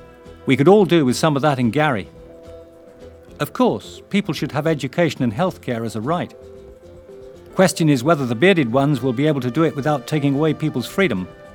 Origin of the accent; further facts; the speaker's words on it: England, United Kingdom; You'll have to forgive my southern accent. It's very much an Englishman's southern accent, not a real one.